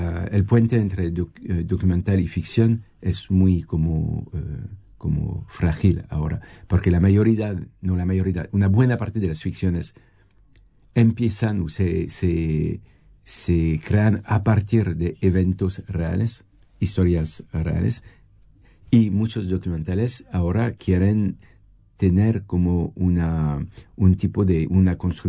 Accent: France; accent: French; Spanish is a second language; Sí, guardando mi acento francés.

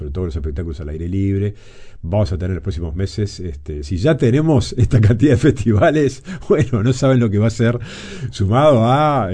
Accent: Montevideo, Uruguay; a pesar de que no somos tantos los uruguayos y los montevideanos

